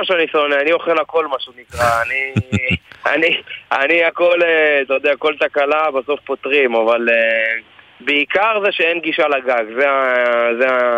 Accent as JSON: {"language": "Hebrew", "region": "Southern District", "country": "Israel", "said": "אני במקרה מהדרום, אז בכלל, מקיבוץ"}